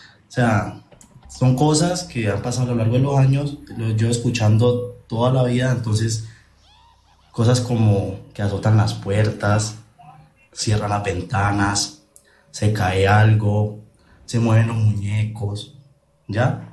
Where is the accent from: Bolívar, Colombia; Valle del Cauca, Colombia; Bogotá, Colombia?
Valle del Cauca, Colombia; yo soy de aquí del Valle, yo soy del Valle de Cauca, ¿no?